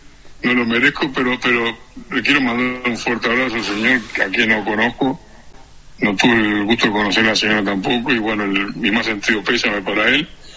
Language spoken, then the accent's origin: Spanish; Rivera, Uruguay; yo estaba en campaña cuando era chico, en Rivera, en la zona donde estábamos nosotros, Michadero